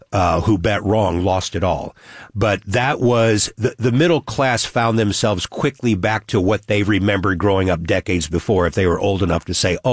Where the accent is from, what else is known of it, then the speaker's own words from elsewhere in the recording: United States; These things still exist. You don't think about it as an American.